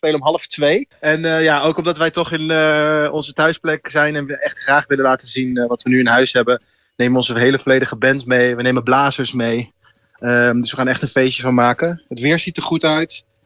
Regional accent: Emmen, Drenthe, Netherlands; We komen natuurlijk zelf uit Emmen. Dus dat voelt wel even als een soort van thuiskomen.

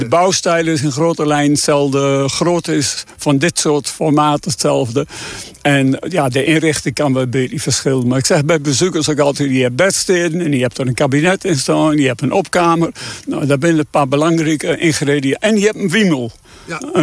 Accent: Netherlands; moved away; Ik ben op Leebroek geboren en getogen.

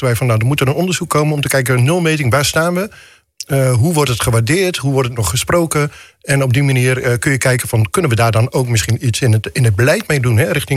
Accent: Drenthe, Netherlands; ik ben een Drent. Ik woon 51 jaar in Drenthe, dus ik kan mezelf wel een Drent noemen.

